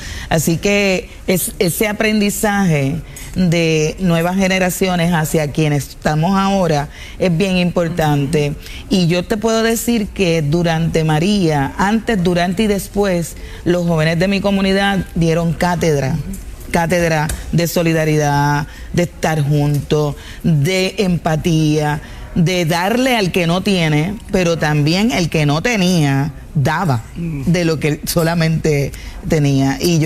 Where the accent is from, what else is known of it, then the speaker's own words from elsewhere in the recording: Puerto Rico; es el orgullo de ser lo que soy, negra, puertorriqueña y parcelera